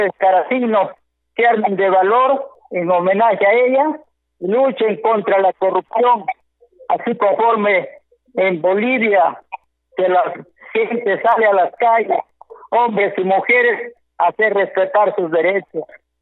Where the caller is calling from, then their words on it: Chimbote, Ancash, Peru; Yo llamo desde Chimbote y ese es el clamor también de muchos chimbotanos